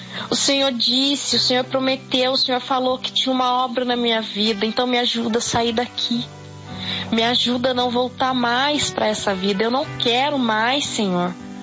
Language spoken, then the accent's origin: Portuguese; São Luís, São Paulo, Brazil